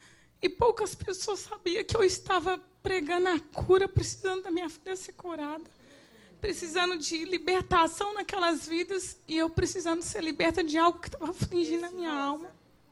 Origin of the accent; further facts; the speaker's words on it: Belo Horizonte, Minas Gerais, Brazil; E esse translado do BH, de Valadares, eu sou de Belo Horizonte.